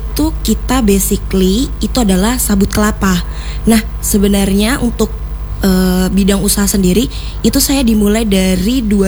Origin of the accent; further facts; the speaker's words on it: Makassar, South Sulawesi, Indonesia; Terus kalau aku dari Makassar, asli Makassar.